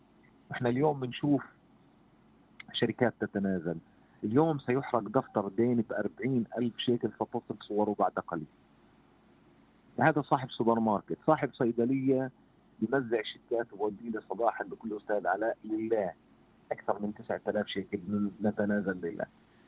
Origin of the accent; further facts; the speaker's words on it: Palestine; إحنا فلسطينيين